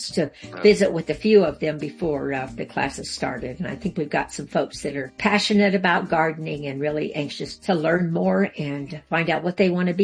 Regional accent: New Mexico, United States; I'm from New Mexico originally.

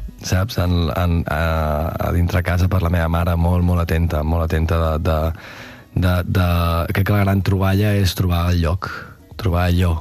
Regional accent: Verges, Catalonia, Spain; Jo sóc fill de Verges.

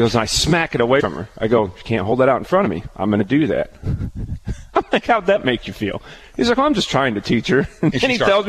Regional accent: Peoria, Illinois, United States; I grew up in Peoria.

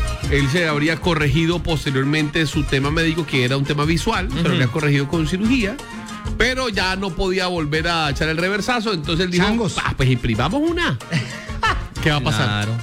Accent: Colombia; Así somos nosotros los colombianos.

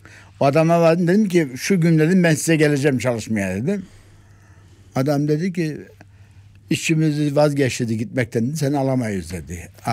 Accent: Develi, Kayseri, Turkey; now in Ankara, Turkey; Kayseri'nin Develi kazasının Zile mahallesi oldu şimdi. Zile köyünden doğdum.

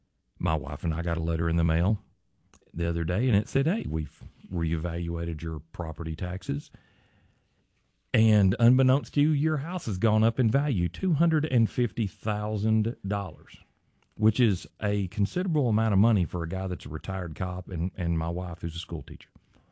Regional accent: Arkansas, United States; born or raised there

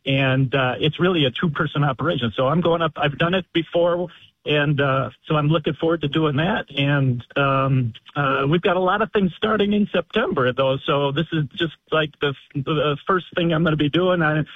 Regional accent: Racine County, Wisconsin, United States; I grew up in Racine County

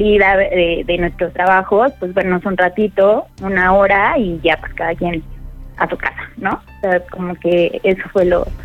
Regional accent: Azcapotzalco, Mexico City, Mexico; Soy de Azcapotzalco.

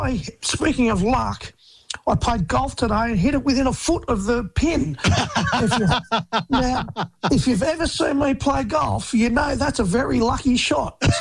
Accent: Central Coast, New South Wales, Australia; born there; also born or lived in Griffith; Then I moved back to where I grew up on the Central Coast

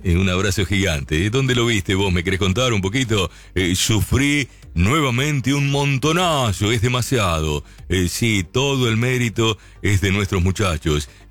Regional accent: Lincoln, Buenos Aires Province, Argentina; la plaza principal de mi ciudad de Lincoln

